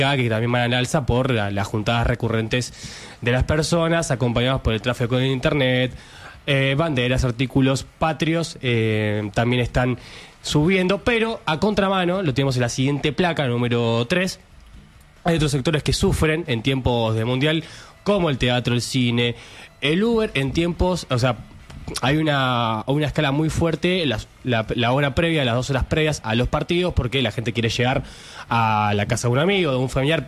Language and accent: Spanish; Argentina; como los argentinos somos tan familiares y amigueros